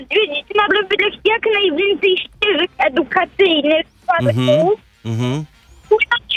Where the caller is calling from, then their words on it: Warsaw, Masovian Voivodeship, Poland; Z Warszawy jesteśmy tak mniej więcej koło Wladzimienia.